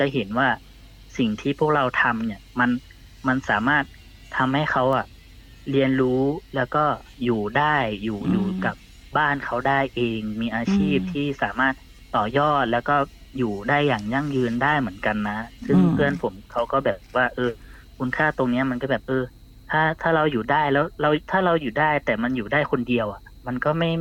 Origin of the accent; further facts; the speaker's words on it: Bangkok, Thailand; ผมเนี่ยเป็นคนกรุงเทพคนเดียวเนาะ